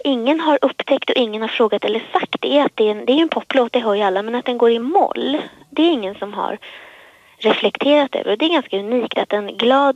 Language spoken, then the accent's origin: Swedish; Stockholm, Stockholm County, Sweden; also born or lived in Medelpad; Ja, jag är från början från Medelpad och sen är jag uppvuxen och född i Stockholm då. Jag är 25 år